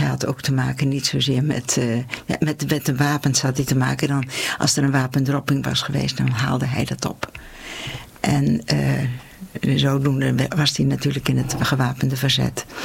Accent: Gouda, South Holland, Netherlands; Geboren en getogen in Gouda.

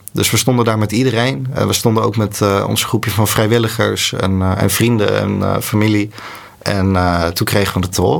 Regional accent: Netherlands; Ja, nee, ik bijvoorbeeld dan weer niet. Ik voel me echt gewoon een Nederlander.

